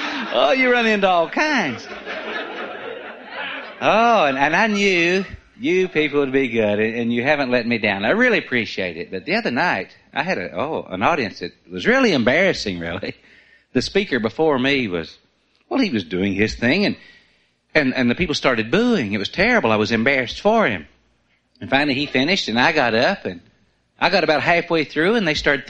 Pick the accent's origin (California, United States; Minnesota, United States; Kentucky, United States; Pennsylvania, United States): Kentucky, United States; East Bernstadt; I say I'm from London, Kentucky, originally. I'm trying to put on the dog. But I'm not from London. I'm from East Bernstadt. Right. But I was not raised downtown East Bernstadt. I was raised so far out in the country, we went toward town to hunt. Way out there.